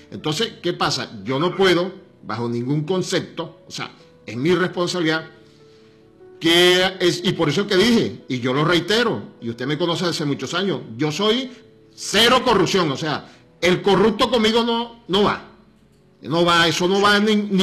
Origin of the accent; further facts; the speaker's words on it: Venezuela; Porque más allá de las pasiones políticas, todos somos venezolanos.